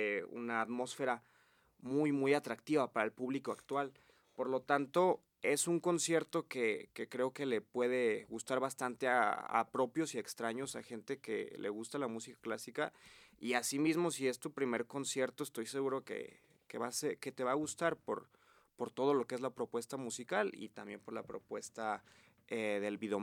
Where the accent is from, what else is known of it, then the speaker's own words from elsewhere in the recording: Calera, Zacatecas, Mexico; now in Zacatecas, Mexico; yo soy oriundo de Calera, Zacatecas, pero bueno, vivimos aquí ya hace varios años